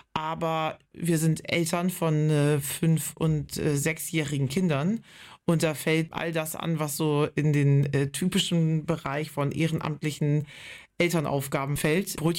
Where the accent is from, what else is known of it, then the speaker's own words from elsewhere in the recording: Varel, Lower Saxony, Germany; Ich bin 40 Jahre alt, verheiratet. Ich habe 2 Kinder, ich komme aus Varel, da bin ich geboren und aufgewachsen.